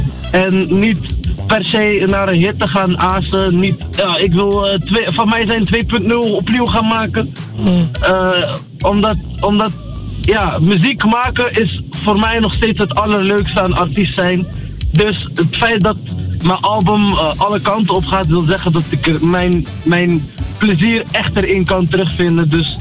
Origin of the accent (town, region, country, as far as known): Berkane, Oriental, Morocco